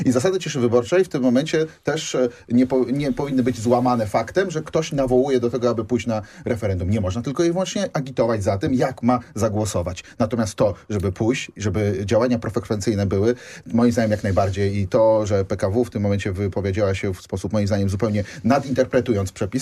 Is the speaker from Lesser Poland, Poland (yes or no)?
yes; Kraków, Lesser Poland, Poland; Ja nie będę jako krakowianin, nie będę przecież agitował za tym, w którą stronę pójść